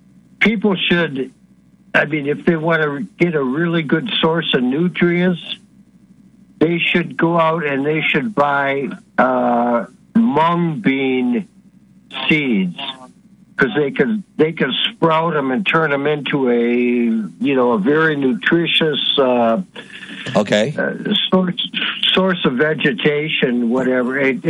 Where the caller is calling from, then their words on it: Michigan, United States; in Michigan.